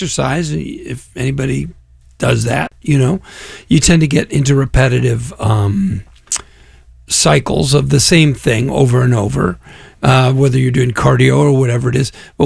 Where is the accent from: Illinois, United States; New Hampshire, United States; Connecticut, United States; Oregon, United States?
Illinois, United States; Naperville; Yeah, I'm from Chicago. I'm from Naperville, and Normal is actually a name of a town in Illinois